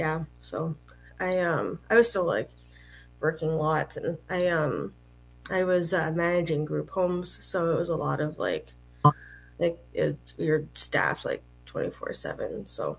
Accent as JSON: {"language": "English", "town": "Red Deer", "region": "Alberta", "country": "Canada", "said": "because we were living in Victoria, and I'm originally from Red Deer, and our plan was to like always kind of move back to like Alberta."}